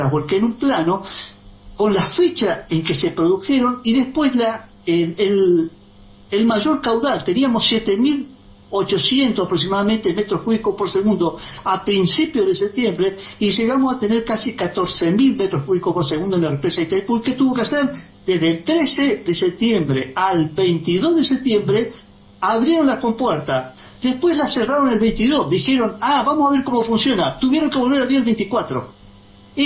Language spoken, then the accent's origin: Spanish; Goya, Corrientes, Argentina; born there; moved away as an adult; now in La Plata, Argentina; Yo en el 84 vine acá a estudiar La Plata y yo conozco el litoral porque yo nací en Boya Corrientes